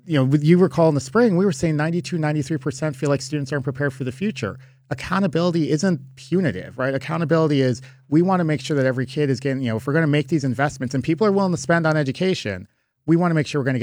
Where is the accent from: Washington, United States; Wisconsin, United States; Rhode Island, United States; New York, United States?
Wisconsin, United States; Milwaukee; I'm a kid from Sherman Park. I grew up not too far away from, I still remember County Stadium before they built the current one.